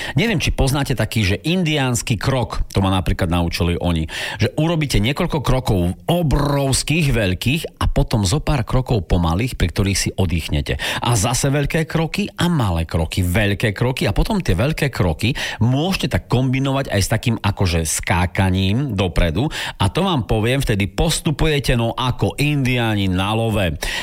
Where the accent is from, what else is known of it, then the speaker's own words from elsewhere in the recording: Bardejov, Prešov Region, Slovakia; ja pochádzam z Bardejova